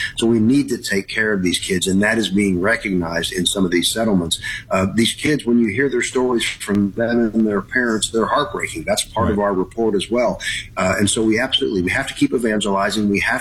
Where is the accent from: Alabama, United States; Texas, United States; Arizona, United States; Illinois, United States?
Alabama, United States; now in Washington, United States; But my home state is Alabama, and we were one of the first.